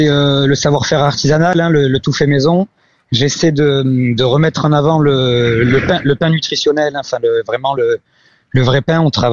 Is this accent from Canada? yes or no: no; Occitanie, France; je suis revenu aux sources dans mon village natal pour reprendre cette boulangerie-là.